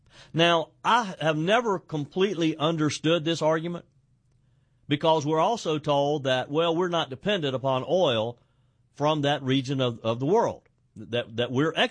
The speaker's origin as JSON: {"language": "English", "region": "South Carolina", "country": "United States", "said": "My home state has won what is considered blue congressional district."}